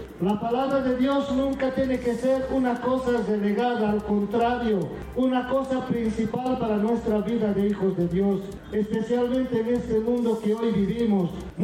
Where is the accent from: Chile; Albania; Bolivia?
Bolivia; por nuestra patria Bolivia